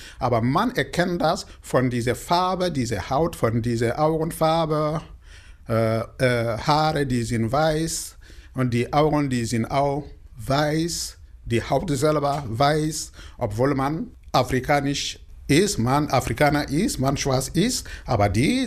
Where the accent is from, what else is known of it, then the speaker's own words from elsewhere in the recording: Burkina Faso; German is a second language; moved away as an adult; now in Hildesheim, Germany; Ich komme aus Burkina Faso und ich lebe in Hildesheim seit 2012.